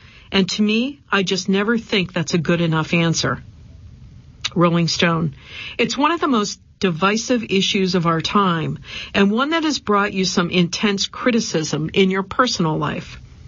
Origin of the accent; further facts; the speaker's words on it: Uganda; born there; I was born in Uganda in East Africa.